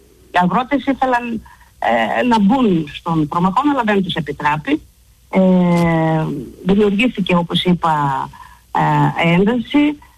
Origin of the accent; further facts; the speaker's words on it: Thrace, Greece; now in Serres, Greece; Και εγώ είμαι Θρακιώτισσα. Κατάγομαι από τη Θράκη.